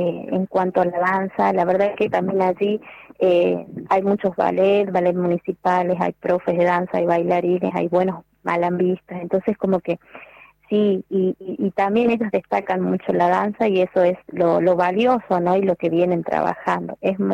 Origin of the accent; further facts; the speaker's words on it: Tinogasta, Catamarca, Argentina; now in Catamarca, Argentina; nosotros desde muy pequeños hemos vivido en Tinogasta, en el interior, en Tinogasta. Uh-huh. O sea que toda mi infancia, mi niñez en Tinogasta, y después vine a Capital a estudiar, uh-huh. Me recibí y bueno, ya me quedé